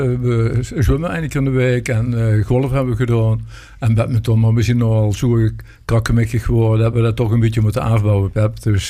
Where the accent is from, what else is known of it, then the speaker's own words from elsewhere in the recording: Belfeld, Limburg, Netherlands; born there; also born or lived in Breda / Etten-Leur; now in Meerssen, Netherlands; Belfeld geboren, Noord-Limburg. Via Breda, Etten-Leur, in Meerse terechtgekomen. Ja, een rondje gemaakt en weer terug in het Limburgse. Toen ben ik nu al 37 jaar, wonen we door.